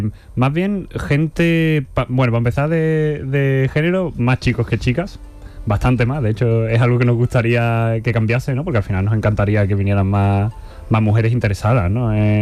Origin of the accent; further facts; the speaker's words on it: Jerez de la Frontera, Andalusia, Spain; los que somos aquí de Jerez